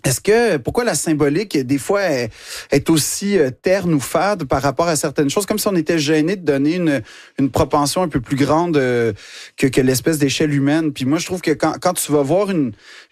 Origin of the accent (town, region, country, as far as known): Quebec, Canada